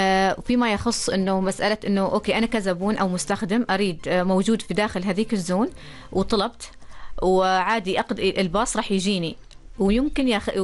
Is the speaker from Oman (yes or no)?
yes; Oman